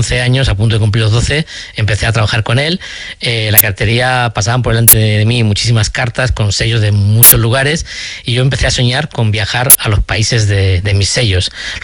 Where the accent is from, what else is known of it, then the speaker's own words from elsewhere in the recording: Córdoba, Andalusia, Spain; es mi ciudad natal, Córdoba, que es, como todo el mundo sabe, la ciudad del mundo con más lugares patrimonio de la humanidad.